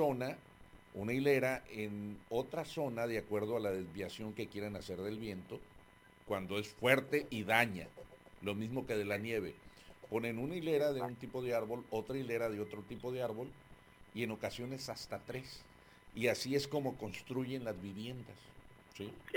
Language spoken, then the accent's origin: Spanish; Nayarit, Mexico; soy del estado de Nayarit, pero en la parte de la costa.